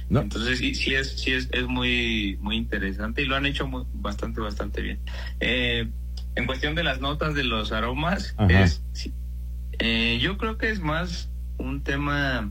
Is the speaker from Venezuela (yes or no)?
no; Mexico